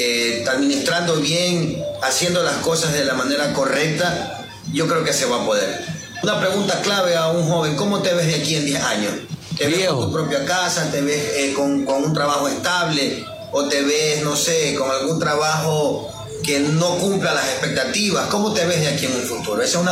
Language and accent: Spanish; Ventanas, Los Ríos, Ecuador